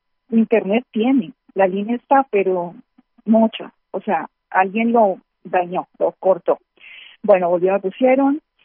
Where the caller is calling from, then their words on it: Colombia; vivo en Colombia, en un lugar muy cerca donde no ha parado de temblar.